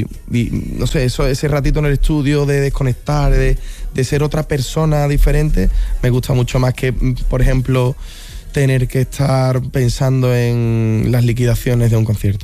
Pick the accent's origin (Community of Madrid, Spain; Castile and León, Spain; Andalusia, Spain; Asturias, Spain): Andalusia, Spain; Ah, somos andaluces